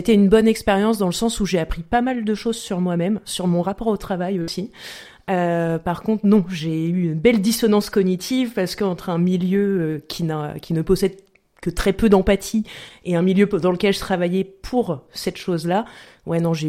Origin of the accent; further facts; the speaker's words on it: Normandy, France; born there; also born or lived in Caen; now in Fresney-le-Puceux, France; Je suis née en Haute-Normandie, mais j'ai passé la majeure partie de ma vie d'adulte ici à Caen, dans la campagne caennaise.